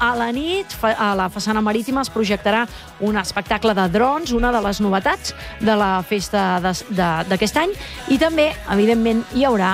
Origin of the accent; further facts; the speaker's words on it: Catalonia, Spain; la del Maresme, de la meva comarca